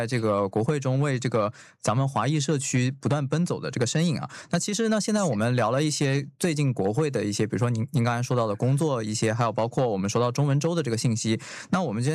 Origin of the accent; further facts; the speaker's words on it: China; now in New Zealand; 我作为这个在这边生活的中国人吧